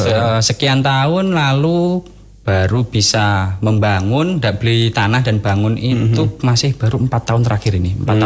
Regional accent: Jakarta, Indonesia; born there; now in Blitar, Indonesia; tapi kalau saya sendiri lahir di Jakarta, lebih tepatnya Pasar Minggu.

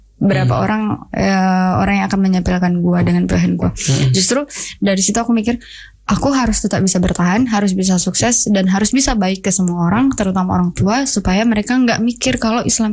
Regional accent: North Sumatra, Indonesia; moved away; also born or lived in Pematangsiantar; SMA Katolik ini di Siantar kan, jauh dari kampung saya. Saya tuh di kampung yang sangat kecil, sangat pedalaman.

